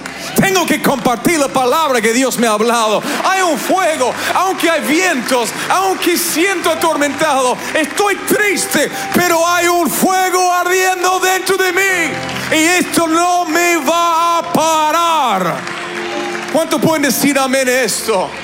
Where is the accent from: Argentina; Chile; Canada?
Canada; moved away; saben que soy canadiense, y donde hace a veces menos 40 grados en el invierno